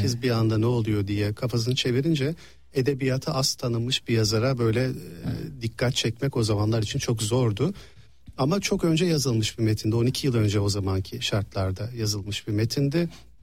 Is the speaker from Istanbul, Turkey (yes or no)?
yes; Istanbul, Turkey; Ben İstanbul'da doğdum, büyüdüm. Hatta Ortaköy'de doğdum ve 10 yaşıma kadar da orada yaşadık. Sonra Kadıköy'e geçtik.